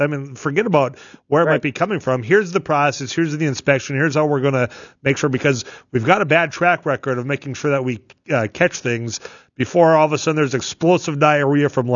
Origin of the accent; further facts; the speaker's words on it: Leeds, North Dakota, United States; moved away; back in my home country, they got 8 inches in rugby, I think 6 in my hometown of Leeds.